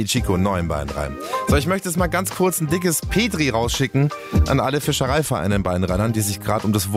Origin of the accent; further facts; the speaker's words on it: Dachau, Bavaria, Germany; wenn ich zum Beispiel an der Amper vorbeifahre, meiner Heimatstadt in Dachau